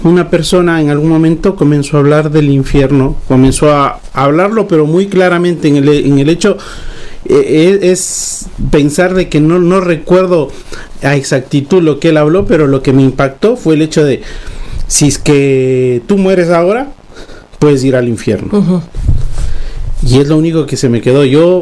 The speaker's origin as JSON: {"language": "Spanish", "town": "Quito", "region": "Pichincha", "country": "Ecuador", "tie": "born or raised there", "said": "soy de Quito y de Ecuador. Quito es la capital del Ecuador."}